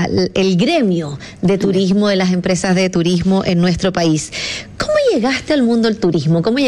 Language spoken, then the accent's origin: Spanish; Chile